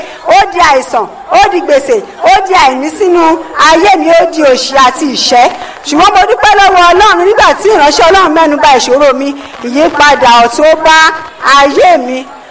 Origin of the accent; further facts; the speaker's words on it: Ogun, Nigeria; Mo wa lati Aton Lusada region, Ogun West Nigeria.